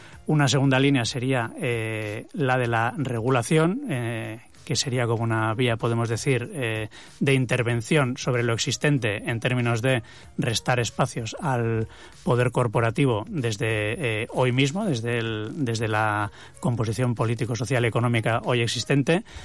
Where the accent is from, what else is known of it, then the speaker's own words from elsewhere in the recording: Basque Country, Spain; somos una misión, una delegación de 13 personas que venimos de todas del País Vasco